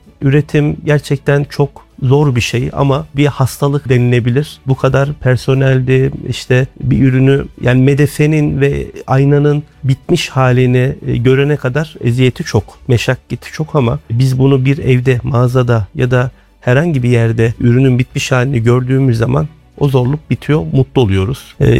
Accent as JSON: {"language": "Turkish", "region": "Kayseri", "country": "Turkey", "tie": "born there", "said": "Kayseri doğumluyum, 47 yaşındayım."}